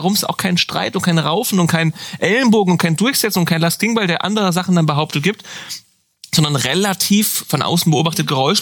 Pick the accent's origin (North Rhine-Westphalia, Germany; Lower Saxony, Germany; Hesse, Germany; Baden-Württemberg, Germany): Hesse, Germany; born there; Das sage ich nicht nur, weil ich gebürtiger Hesse bin